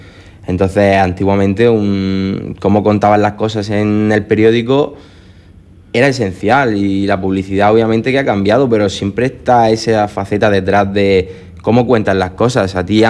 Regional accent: Cieza, Region of Murcia, Spain; Pues yo soy de Cieza, empecé en Cieza trabajando.

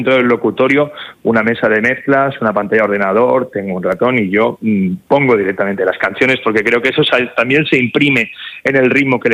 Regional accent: Barcelona, Catalonia, Spain; born there; no soy murciano, no tengo sangre murciana, la tengo de Andalucía, yo nací en Barcelona.

